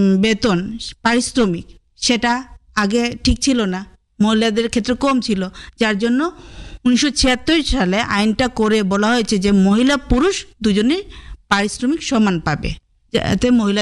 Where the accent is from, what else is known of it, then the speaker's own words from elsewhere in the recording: India; আমাদের ভারত সরকার